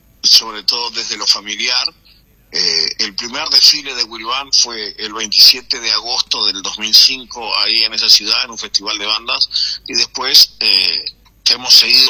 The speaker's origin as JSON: {"language": "Spanish", "region": "Tacuarembó", "country": "Uruguay", "moved": "yes", "lives_now": "Montevideo, Uruguay", "said": "somos de Tacuarembó."}